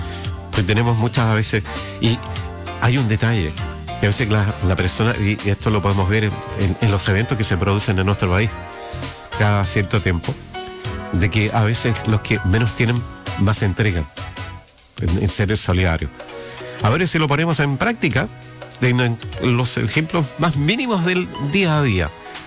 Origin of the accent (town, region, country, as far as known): Chile